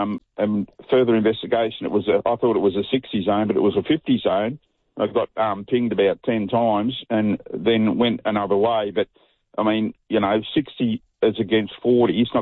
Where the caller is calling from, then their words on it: Sydney, New South Wales, Australia; I'm from Glebe